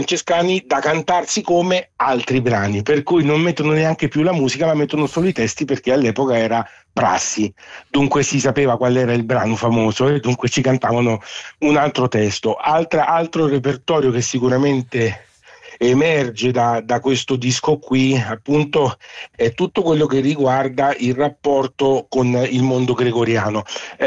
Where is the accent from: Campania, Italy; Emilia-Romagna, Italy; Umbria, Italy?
Umbria, Italy; Assisi; born there; Noi che siamo nati ad Assisi